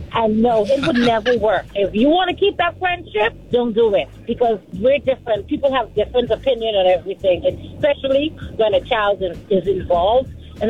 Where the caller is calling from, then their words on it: Miami-Dade, Florida, United States; Hi, I'm calling from Miami-Dade.